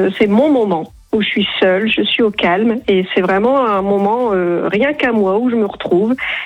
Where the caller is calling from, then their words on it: Hauts-de-France, France; moi j'habite Brut-Saint-Amand dans le Nord.